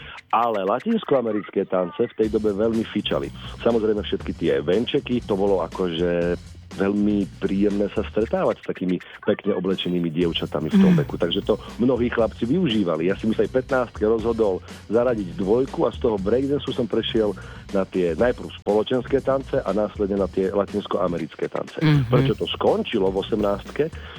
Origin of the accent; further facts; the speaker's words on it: Banská Bystrica, Banská Bystrica Region, Slovakia; A to vtedy bolo fakt iba v Plienkách a v Banskej Bystrici, kde som vyrastal, sa to tak úplne trénovať nedalo